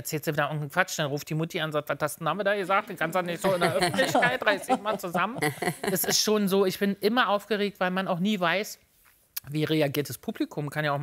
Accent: Berlin, Germany; ich komme aus Berlin

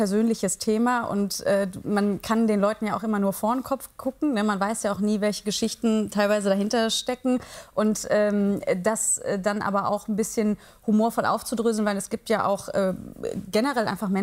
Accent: Heinsberg, North Rhine-Westphalia, Germany

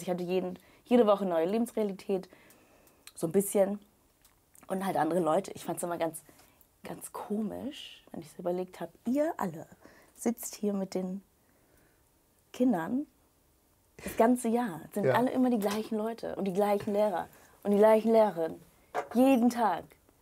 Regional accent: Northern Germany, Germany; also born or lived in Bad Oldesloe; Erstmal bin ich in Norddeutschland aufgewachsen.

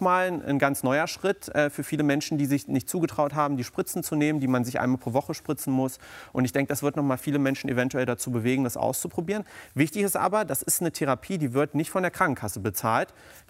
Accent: East Germany, Germany; moved away

